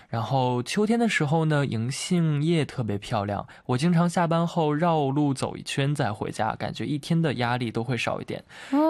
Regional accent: Qingdao, Shandong, China; 就是因为我是从青岛过来的嘛，然后青岛的沿海的地方也有很多像木栈道

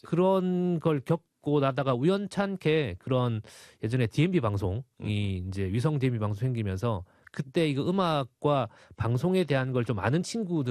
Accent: Busan, South Korea; 씨는 이제 대구 사람이고 저희는 부산이라서 좀 비슷한 동향이기도 하고 대기실에서 친해졌어요 저희가.

